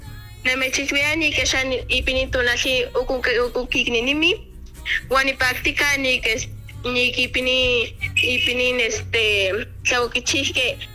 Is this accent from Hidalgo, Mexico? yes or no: yes; Xilocuautla, Hidalgo, Mexico; tengo 20 años y soy originaria de Xilocuautla.